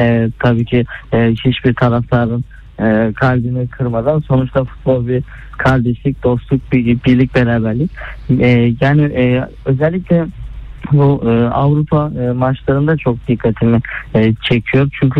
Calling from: Istanbul, Turkey; İstanbul'dan katılıyorum.

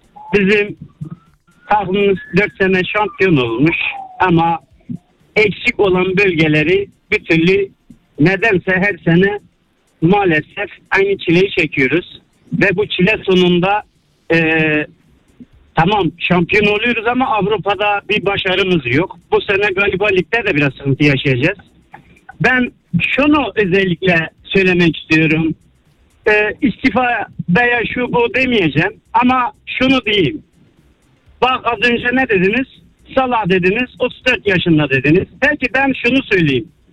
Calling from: Istanbul, Turkey; İstanbul'dan arıyorum.

